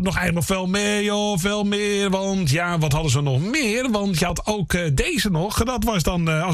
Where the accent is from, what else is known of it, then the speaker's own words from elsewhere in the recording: North Holland, Netherlands; Ik kom zelf uit Halo.